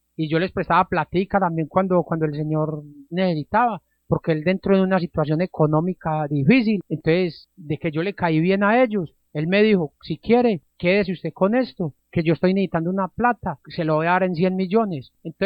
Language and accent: Spanish; Supía, Caldas, Colombia; Yo soy de Supía, Caldas.